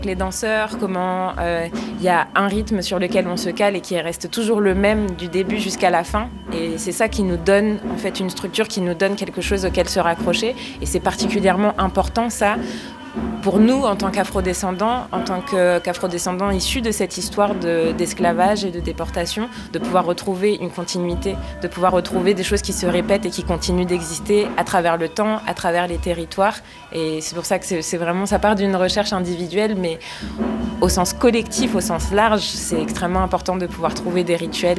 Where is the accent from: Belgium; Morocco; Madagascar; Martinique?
Martinique; traditionnelle de chez nous en Martinique